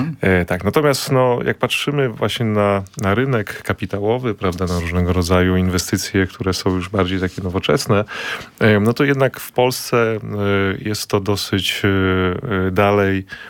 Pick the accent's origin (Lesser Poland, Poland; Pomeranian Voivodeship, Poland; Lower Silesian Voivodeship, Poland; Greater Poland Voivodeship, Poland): Lower Silesian Voivodeship, Poland; ja pochodzę z Dolnego Śląska, tam wychowywałem się w otoczeniu rodzin górników, prawda?